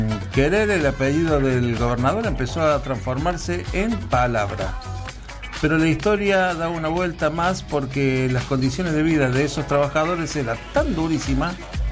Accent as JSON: {"language": "Spanish", "country": "Argentina", "said": "hay algo que nos define a los argentinos, además de discutir de política o sufrir por la selección, es nuestra manera de hablar."}